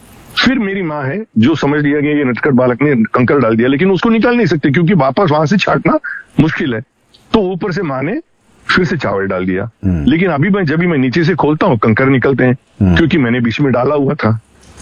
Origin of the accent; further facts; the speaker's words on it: South India, India; मैं साउथ से हूं